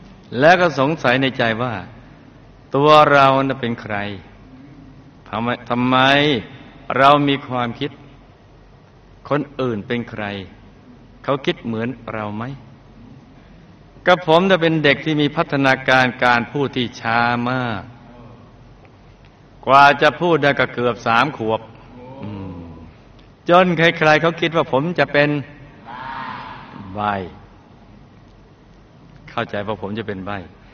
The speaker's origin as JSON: {"language": "Thai", "region": "Chonburi", "country": "Thailand", "tie": "born or raised there", "also_born_or_lived": "Bangkok", "said": "หลังจากยอมพ่อจะแม่ให้กำเนิดกับผมที่กรุงเทพได้ไม่นานครอบครัวเราก็ย้ายไปอยู่ที่จังหวัดชลบุรี"}